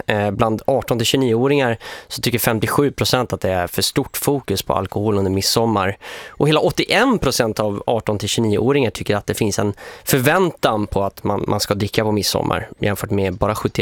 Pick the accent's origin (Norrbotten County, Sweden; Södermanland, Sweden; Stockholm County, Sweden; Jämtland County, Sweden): Norrbotten County, Sweden; Luleå; i Luleå där jag växte upp.